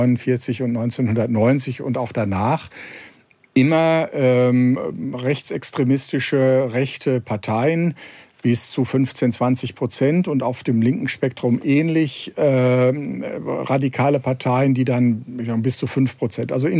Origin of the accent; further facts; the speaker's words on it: North Rhine-Westphalia, Germany; Ich meine, ich komme aus Nordrhein-Westfalen.